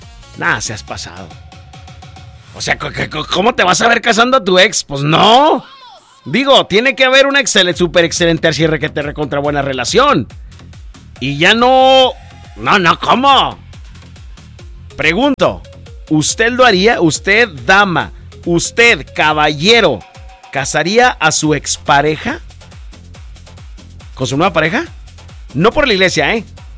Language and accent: Spanish; Mexico; ya es americano, yo soy mexicano, y ¿a poco ya voy a tener los papeles?